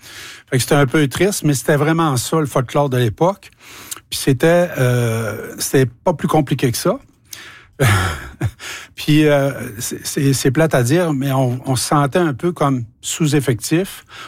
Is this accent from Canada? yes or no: yes; Quebec, Canada; Il y a 45 ans, on parle de 1981. J'habitais la Côte-Nord. Je suis originaire de la Côte-Nord et c'était plutôt difficile.